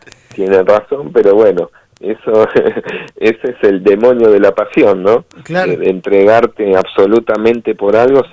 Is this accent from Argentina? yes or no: yes; Argentina; lo que sentimos como argentinos cuando juega la selección